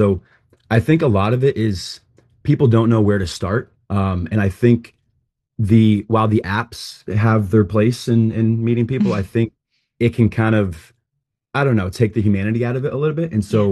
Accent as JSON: {"language": "English", "region": "Arizona", "country": "United States", "tie": "born or raised there", "lives_now": "Chicago, United States", "said": "I grew up in Arizona, and you always hear when you're a kid, you know, the Midwest is very open and friendly."}